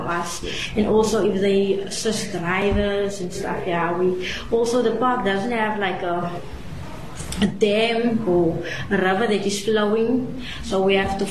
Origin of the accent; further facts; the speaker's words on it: Ceres, Western Cape, South Africa; moved away as an adult; now in Langebaan, South Africa; I'm currently living in Langebaan. I'm from Ceres. So 2010, when I started here, I came from Ceres.